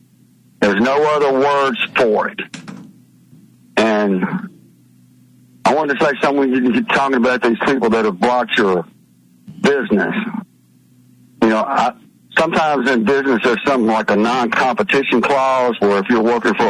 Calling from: Mississippi, United States; from Mississippi.

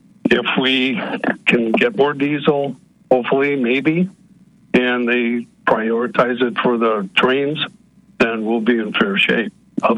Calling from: Michigan, United States; in Michigan.

